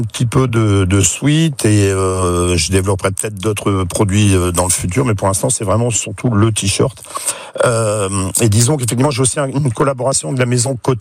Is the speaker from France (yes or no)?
yes; Brittany, France; moi en tant que breton